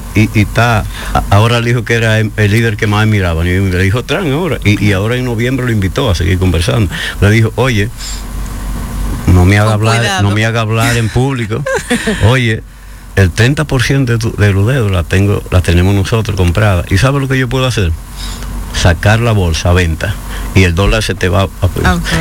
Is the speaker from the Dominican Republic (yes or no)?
yes; Dominican Republic